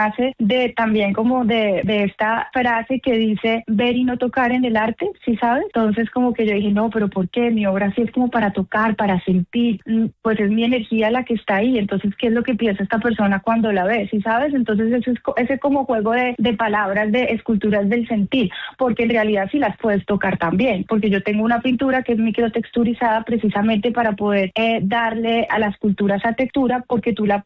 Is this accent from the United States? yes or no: no; Bogotá, Colombia; yo soy de Bogotá, es la primera vez que vengo acá.